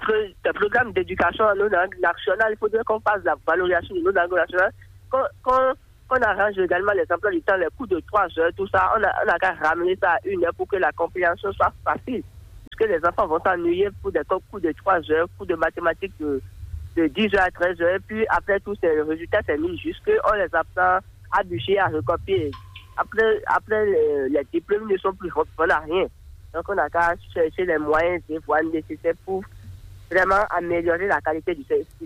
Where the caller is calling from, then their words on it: Abomey-Calavi, Atlantique, Benin; Dans l'arrondissement d'Akasato, dans la commune d'Aboumekala.